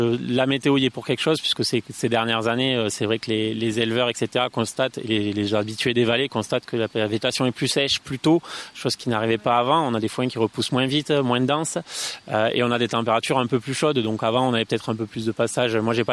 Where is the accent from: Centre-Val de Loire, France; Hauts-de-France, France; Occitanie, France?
Occitanie, France; Béziers; Moi, j'ai chiné sur le bord de mer, sur la commune de Béziers.